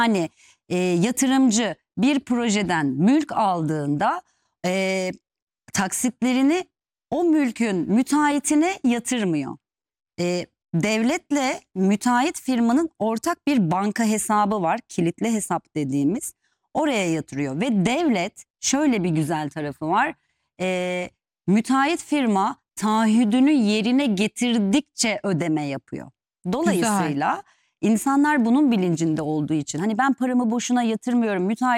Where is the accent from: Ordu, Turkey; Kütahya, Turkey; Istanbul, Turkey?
Istanbul, Turkey; also born or lived in Antalya; now in Dubai, United Arab Emirates; Ben aslen İstanbulluyum ama 25-30 yıl Antalya'da yaşadım.